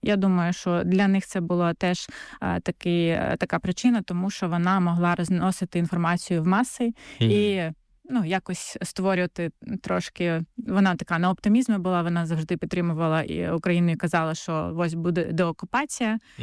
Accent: Melitopol, Zaporizhzhia Oblast, Ukraine; Так, з 25 на 26 вересня 23-го року ми з Мелітополя, спочатку скажу

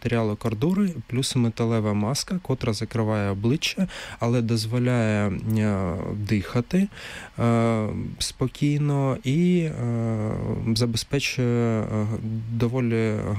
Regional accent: Kharkiv, Kharkiv Oblast, Ukraine; Раніше, до повномасштабного вторгнення, наприклад, в Харкові, це моє рідне місто

